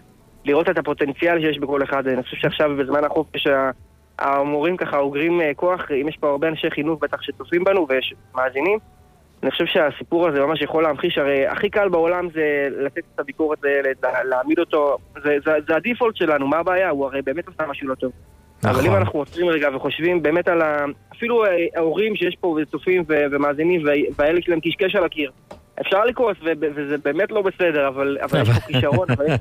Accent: Jerusalem, Jerusalem District, Israel; born there; אני גדלתי בתלמוד תורה, תורת אמת בירושלים

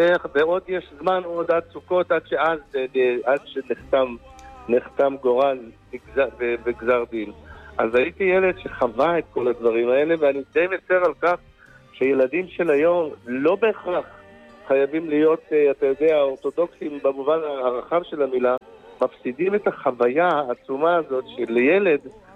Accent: Jerusalem, Jerusalem District, Israel; כילד ובבית שלנו בירושלים, זה בית מאוד מאוד מאוד מסורתי.

